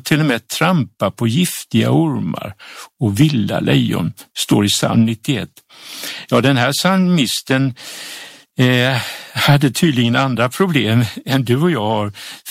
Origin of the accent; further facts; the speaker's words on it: Sweden; moved away as an adult; also born or lived in Japan; Men 1986 så var jag hemma i Sverige.